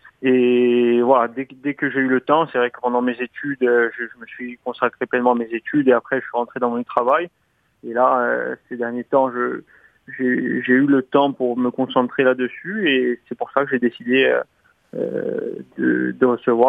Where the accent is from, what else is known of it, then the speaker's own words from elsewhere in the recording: Olmeto, Corsica, France; moved away as an adult; now in Bonifacio, France; J'ai grandi à Olmetz, je suis à Bonifacio depuis quelques années, mais je suis originaire d'Olmetz, dans le Valling